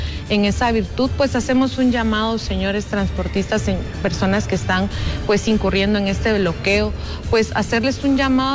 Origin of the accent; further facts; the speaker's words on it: Guatemala; somos todos los guatemaltecos